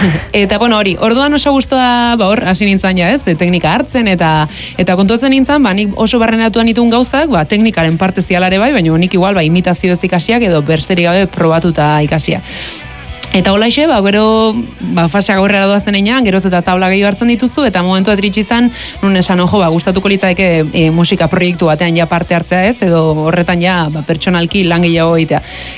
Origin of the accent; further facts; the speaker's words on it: Hernialde, Basque Country, Spain; moved away as an adult; also born or lived in Lazkao; now in Gernika, Spain; hori Gipuzko arra naiz, Tolosa inguruko hernialdekoa, eta, bueno, Lazkaun jaioa, baina hernialden bizia urte askoan. Eta hoxe, bueno, ba, Gernika bizitza etorri nintzen, ba, nire mutila hango dalako